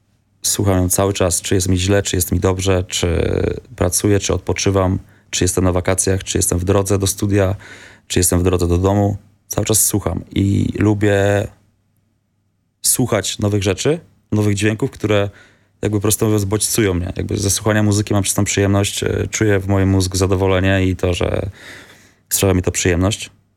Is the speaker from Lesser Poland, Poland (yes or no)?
yes; Wadowice, Lesser Poland, Poland; now in Kraków, Poland; Ja jestem z mojego miasta, z Wadowic, gdzie jest 13 tysięcy mieszkańców